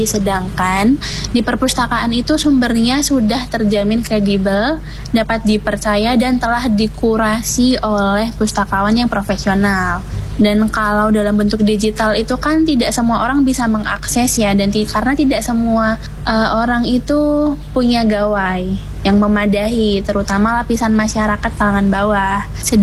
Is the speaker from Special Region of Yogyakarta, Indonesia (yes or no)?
yes; Yogyakarta, Special Region of Yogyakarta, Indonesia; Saya adalah warga Jogja asli.